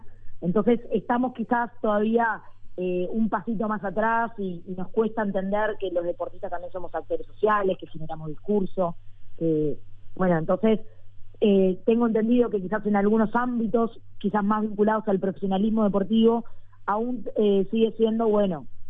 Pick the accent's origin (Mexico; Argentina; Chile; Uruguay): Uruguay